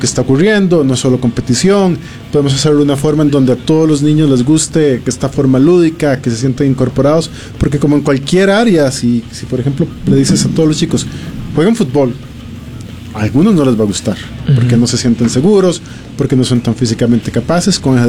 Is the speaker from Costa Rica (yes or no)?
yes; Costa Rica; como costarricense estoy muy contento de que haya ocurrido esto